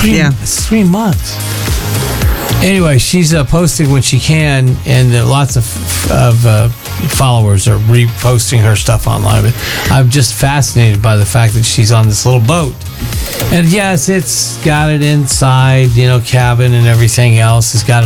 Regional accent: Monterey, California, United States; From my hometown of Monterey, California, all the way to Honolulu.

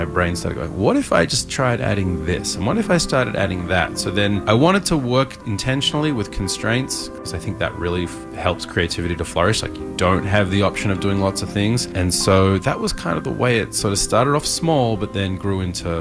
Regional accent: Melbourne, Victoria, Australia; now in New York, United States; Yeah, I came over here quite a few times just on trips, you know, just to hang out and to soak up the incredible melting pot that the city is.

